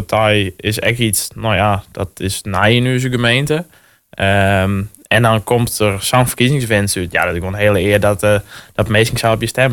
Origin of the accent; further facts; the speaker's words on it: Tytsjerk, Friesland, Netherlands; Werd wel het tietserk. Dat is het waar ik opgegroeid ben.